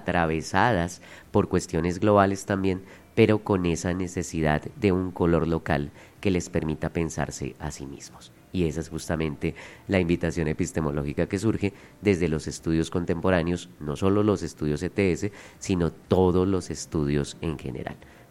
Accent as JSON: {"language": "Spanish", "country": "Colombia"}